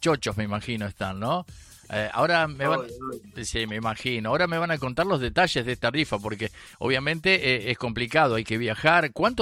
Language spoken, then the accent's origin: Spanish; Uruguay